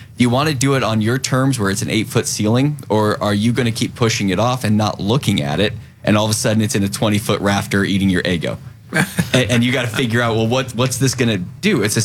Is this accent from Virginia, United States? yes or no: no; Incline Village, Nevada, United States; also born or lived in Bremerton; I grew up in Lake Tahoe area, a little town, North Lake Tahoe, called Incline Village. And so I spent years like 8 through 18 there.